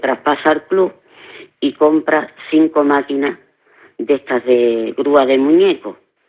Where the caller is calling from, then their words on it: Andalusia, Spain; yo sin entender ni gota árabe, que yo soy española, soy andaluza.